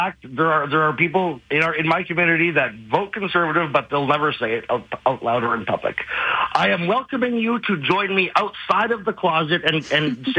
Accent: Canada; That's really the pretext of my writing and how I feel as a gay man growing up in Canada.

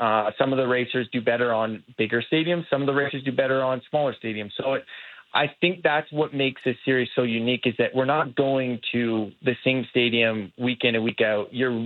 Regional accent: Canada; to kick it off here in my home country, no better place than Calgary, I'd say.

